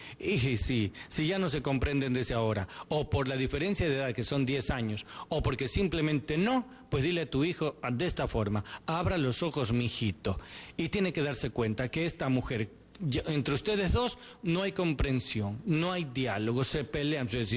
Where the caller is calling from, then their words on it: Cuenca, Azuay, Ecuador; Buenos días con todos ustedes … de Cuenca.